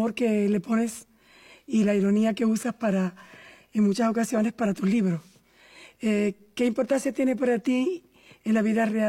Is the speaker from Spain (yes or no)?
no; Venezuela; moved away as an adult; soy venezolana y te puedo contar de haber partido de mi tierra, viviendo allá toda la vida y ahora aquí.